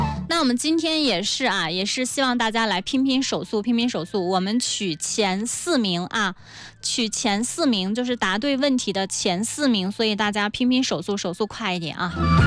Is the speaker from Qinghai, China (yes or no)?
yes; Qinghai, China; 咱都是本地人吗？咱都是青海的朋友们